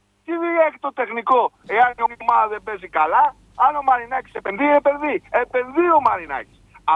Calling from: London, United Kingdom; Και όχι μόνο εγώ … από το Λονδίνο, αλλά και πολλοί άλλοι φίλοι.

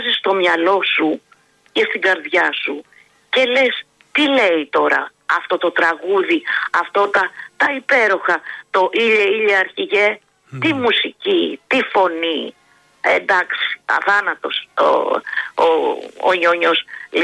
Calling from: Greece; Και καλά, είμαστε δίπλα από την Τουρκία.

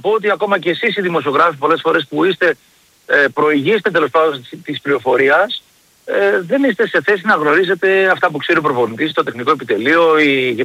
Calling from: Greece

